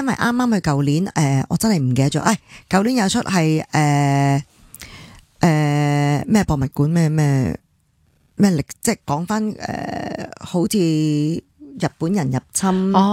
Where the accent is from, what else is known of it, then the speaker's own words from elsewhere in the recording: Hong Kong; 我哋香港都出咗个太空人啦